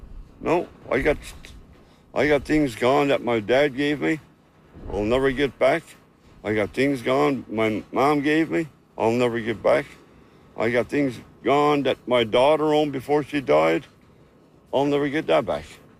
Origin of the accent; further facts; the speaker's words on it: Salmon Cove, Newfoundland and Labrador, Canada; I'm from Prairie Scove and Salmon Cove.